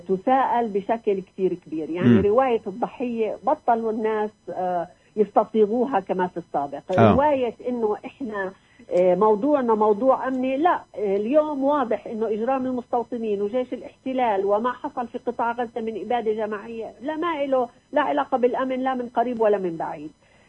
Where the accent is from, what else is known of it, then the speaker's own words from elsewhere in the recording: Palestine; إحنا كفلسطينيين